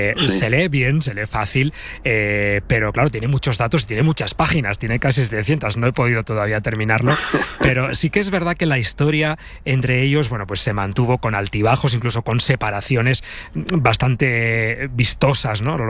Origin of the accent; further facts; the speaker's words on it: Morón de la Frontera, Andalusia, Spain; Sí, es de mi pueblo.